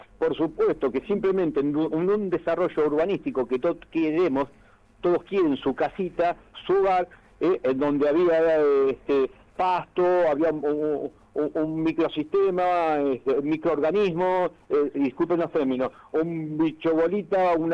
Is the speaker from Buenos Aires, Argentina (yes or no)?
yes; Ramallo, Buenos Aires, Argentina; usted sabe que yo soy de Sánchez